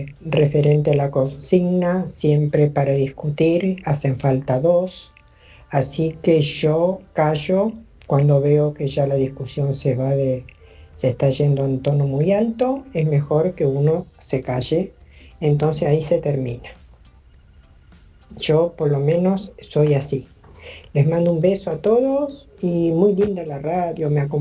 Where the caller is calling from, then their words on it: Villa Adelina, Buenos Aires Province, Argentina; de Villa Adelina.